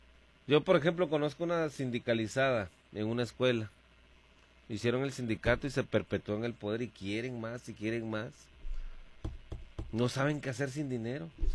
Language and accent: Spanish; Mexico; lo mestizo no se nos quita, somos mexicanos muy bonitos.